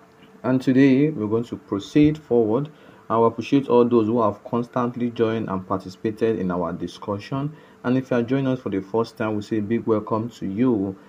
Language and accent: English; Okada, Edo, Nigeria; from Okada Town, Edo State, Nigeria.